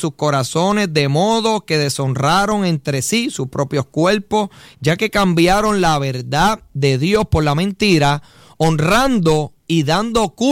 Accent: Puerto Rico; Nosotros que somos puertorriqueños, ¿verdad?, nuestra identidad es ser puertorriqueño, aunque nacemos con una ciudadanía americana

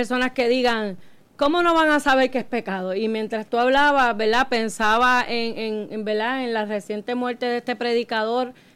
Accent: Puerto Rico; porque nosotros conocemos, o porque nos han hablado, porque somos puertorriqueños, ya todo el mundo sabe y conoce.

